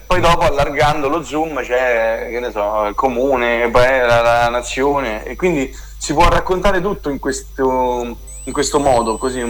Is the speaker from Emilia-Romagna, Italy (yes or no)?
no; Sant'Oreste, Lazio, Italy; siamo amici di vecchia data, che tutti quanti veniamo da Santoreste.